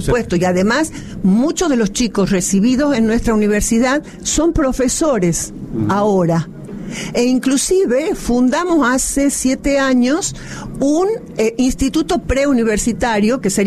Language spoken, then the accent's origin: Spanish; Argentina; Así es, mis padres fueron croatas, tengo mi familia en Croacia y además soy cónsul de Croacia. Ajá. En la Argentina.